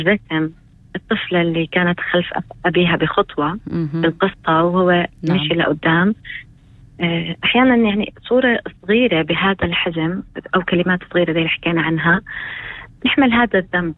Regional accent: Palestine; اللي احنا بنعاني منه كفلسطينيين

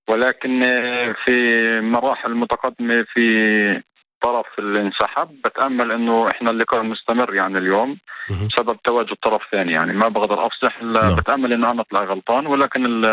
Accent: Israel; احنا اقليه عربيه موجودين في دوله اسرائيل

